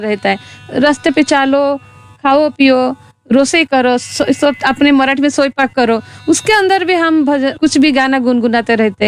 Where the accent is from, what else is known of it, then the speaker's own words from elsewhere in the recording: Odisha, India; मैं ओडिशा से हूँ।